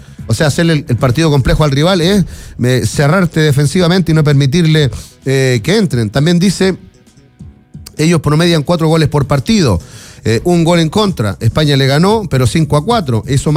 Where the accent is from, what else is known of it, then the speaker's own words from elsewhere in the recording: Paraguay; nosotros somos un pueblo paraguayo con la tradición humilde del guaraní y con esa impronta, fuerza, ganas de un país pequeño versus una potencia mundial.